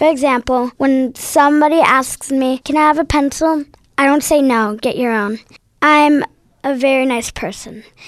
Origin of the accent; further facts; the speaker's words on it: Pittsburgh, Pennsylvania, United States; I'm from Pittsburgh, Allegheny, K-5.